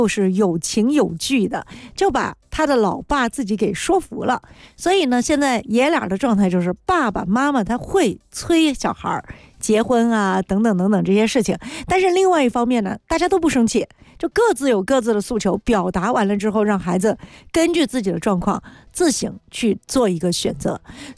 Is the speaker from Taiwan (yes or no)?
no; China; 我们中国人